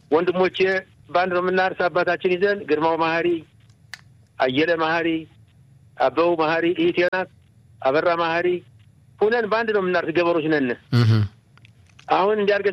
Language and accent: Amharic; Gondar, Amhara, Ethiopia; አሁንማ ገና ጎንደር ግባ ስል እንትን ቢልኮን ውጣ ስል እንዲያው ወዴ ተሸበረ ያደኩበት ሀገር ነው ጎንደር